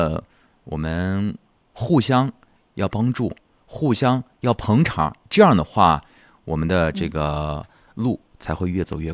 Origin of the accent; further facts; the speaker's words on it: Xinjiang, China; 我们新疆的故事